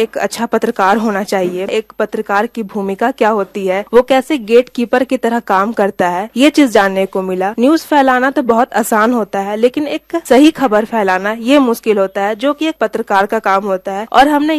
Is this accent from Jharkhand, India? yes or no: yes; Hazaribagh, Jharkhand, India; मेरी पैदाइश हजारीबाग में हुई है और मेरी जितनी भी पढ़ाई है, स्कूलिंग है और ग्रेजुएशन है, वो मैंने अपने ही शहर हजारीबाग से पूरा किया है।